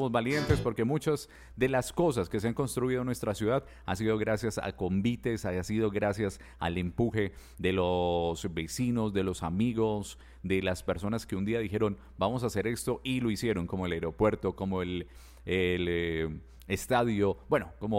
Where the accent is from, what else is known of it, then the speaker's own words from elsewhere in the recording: Pereira, Risaralda, Colombia; Y así somos los pereiranos.